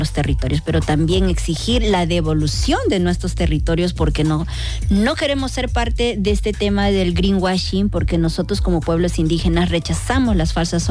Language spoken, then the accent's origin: Spanish; Amazon, Peru; Sí, yo soy de la Amazonía de Perú, el pueblo Kichwa